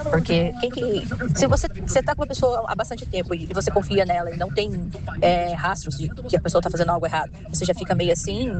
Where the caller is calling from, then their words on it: Brazil; Eu sou do Sul Cercado.